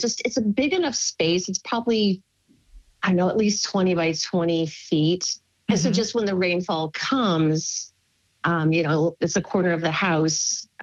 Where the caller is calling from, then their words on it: Nashville, Tennessee, United States; I'm calling from Nashville, Tennessee.